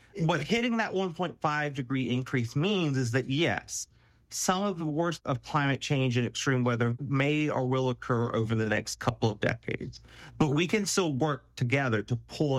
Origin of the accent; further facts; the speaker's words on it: Charleston, South Carolina, United States; now in Arizona, United States; I'm from South Carolina. Growing up, other than Hugo, I can count on my hands the number of times Charleston probably flooded.